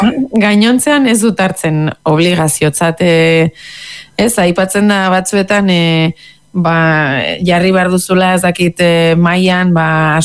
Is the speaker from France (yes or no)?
yes; Nouvelle-Aquitaine, France